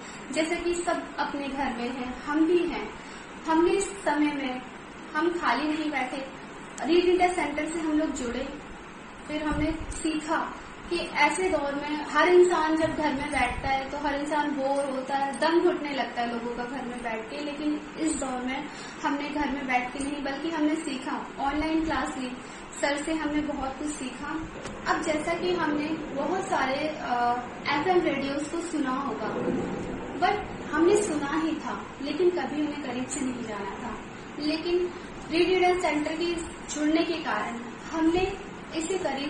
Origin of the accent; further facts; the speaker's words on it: Delhi, India; नमस्कार दोस्तों … और मैं दिल्ली से हूँ।